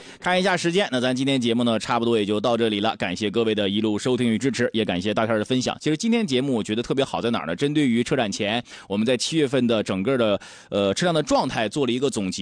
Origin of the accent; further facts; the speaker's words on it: Dalian, Liaoning, China; 因为夏天咱们大连人就是爱足球，没事整点小皮皮